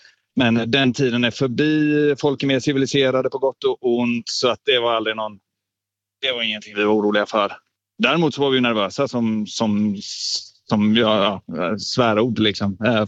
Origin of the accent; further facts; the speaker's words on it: Mölndal, Västra Götaland County, Sweden; vi är inte från Göteborg. Vi är från Mölndal, Säve, Kållered och Lindome.